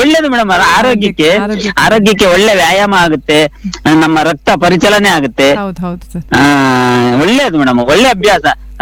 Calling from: Chitradurga district, Karnataka, India; ಚಿತ್ರದುರ್ಗ ಜಿಲ್ಲೆ.

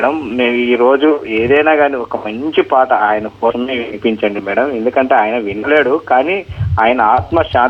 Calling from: Anantapur, Andhra Pradesh, India; నాది అనంతపురం జిల్లా సిండికేట్ నగర్ నుంచి మాట్లాడుతున్నాను

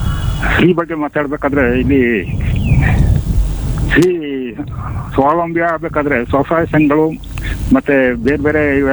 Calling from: Karnataka, India

